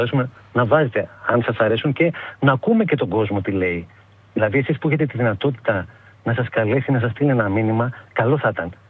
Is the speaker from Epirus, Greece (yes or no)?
yes; Arta, Epirus, Greece; now in Athens, Greece; Δεν είμαι από Κέρκυρα, είμαι από Άρτα.